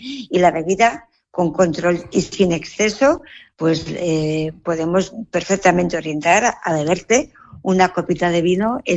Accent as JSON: {"language": "Spanish", "town": "Alfaro", "region": "La Rioja", "country": "Spain", "said": "somos un municipio riojano"}